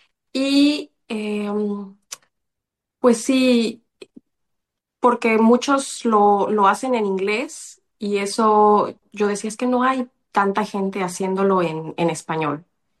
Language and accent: Spanish; Puebla, Mexico; moved away as an adult; now in Denmark; Somos de Puebla.